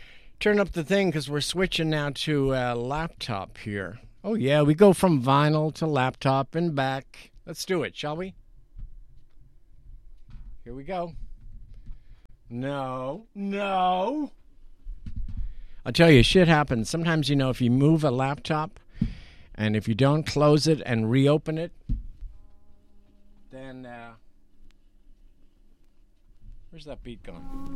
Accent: Ireland; moved away; I've been everywhere, up and down, into Scotland, across Wales, and of course, growing up in Ireland and traveling through Northern Ireland.

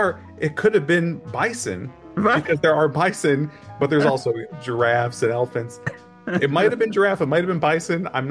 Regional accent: Buffalo, New York, United States; So my dad, we grew up in Buffalo.

